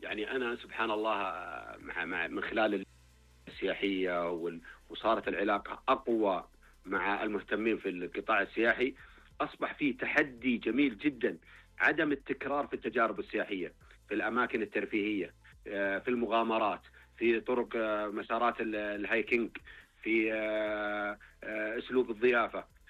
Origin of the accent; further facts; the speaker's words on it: Abha, Asir, Saudi Arabia; كان عندنا زي ما قلت لك أنه عندنا في أبها بالذات فعاليات جميلة، وفي خميس مشيت، وفي المناطق الجبلية، في تنومة، في النماص، في بني شهر